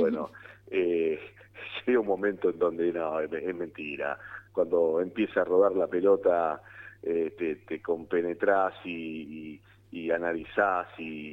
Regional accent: Argentina

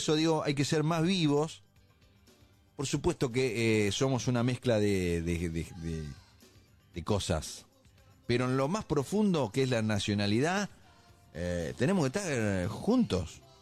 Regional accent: Argentina; hoy soy más argentino que ayer, yo también.

